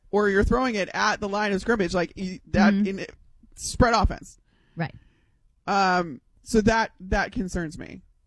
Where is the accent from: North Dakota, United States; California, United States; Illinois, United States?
Illinois, United States; Chicago; I grew up in Chicago. This is what I did my entire life.